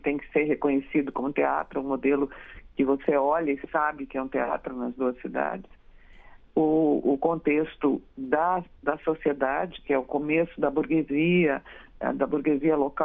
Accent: Rio Grande do Sul, Brazil; born there; now in North Region, Brazil; eu sou sulista, né? Eu sou nascida no Rio Grande do Sul. Eu moro aqui no Norte há 50 anos, mas eu sou sulista.

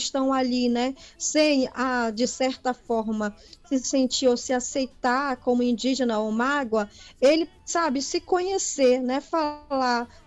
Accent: Belém, Pará, Brazil; por ser do Pará, lá de Belém, o Círio de Nazaré

